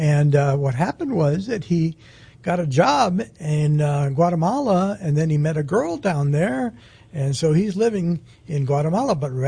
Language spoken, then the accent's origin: English; Havana, Cuba; moved away; I'm originally from Cuba.